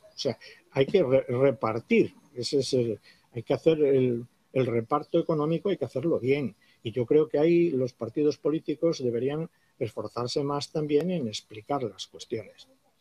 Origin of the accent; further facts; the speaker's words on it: Spain; antes soy militar, pero soy español y tengo que prever primero los intereses de España